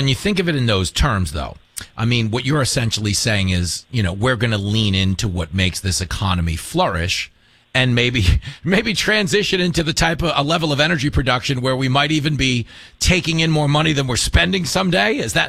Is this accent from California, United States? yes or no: no; New York, United States; We're driving it like we stole it, because I'm from New York, and that's pretty much how people get around.